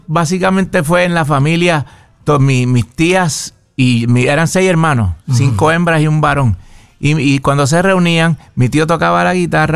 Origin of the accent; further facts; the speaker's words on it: Bayamón, Puerto Rico; also born or lived in Patillas; Me crié en Bayamón. Parte de mi niñez fue en Patillas, Puerto Rico. Ese es para allá, para el sureste.